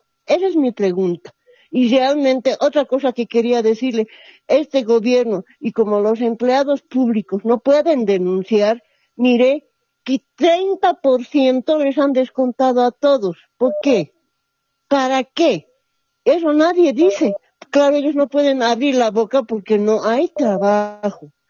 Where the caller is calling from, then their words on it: La Paz, Bolivia; le hablo desde La Paz.